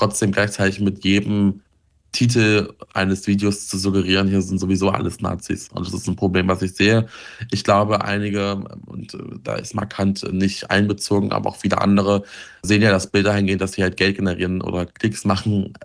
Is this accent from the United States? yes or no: no; Saxony-Anhalt, Germany; Sachsen-Anhalt kann kulturell auch viel bieten. Meine Heimatstadt beispielsweise hat das längste Gradierwerk, also die längste salzhaltige Gradieranlage Deutschlands stehen.